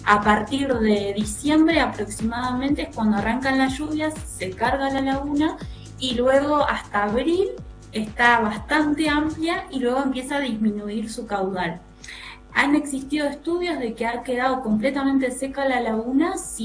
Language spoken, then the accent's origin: Spanish; Patagonia, Argentina; He vivido en todos lados y lo que pasa es que a mí me tiran mis raíces. Yo soy bosque andino patagónica, pero no quita de que siento un amor profundo por la exuberancia de Misiones